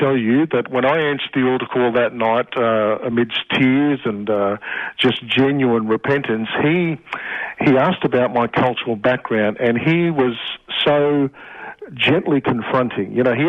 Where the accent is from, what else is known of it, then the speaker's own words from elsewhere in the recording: Queensland, Australia; Well, I was born in Far North Queensland. My parents are of Indian heritage, and they settled in Australia just after the Second World War. So my family and I were all raised in Australia